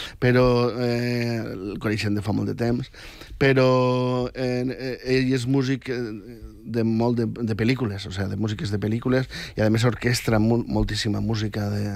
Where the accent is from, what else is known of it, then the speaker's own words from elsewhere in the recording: Vila-real, Valencian Community, Spain; jo sóc de Villarreal, el millor equip de la comunitat valenciana.